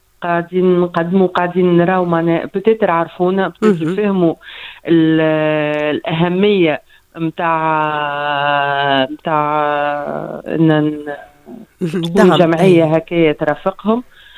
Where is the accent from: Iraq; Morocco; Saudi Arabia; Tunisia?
Tunisia; accent: Tunisian; كما نحن نقولوا بالدارجة متاعنا في تونس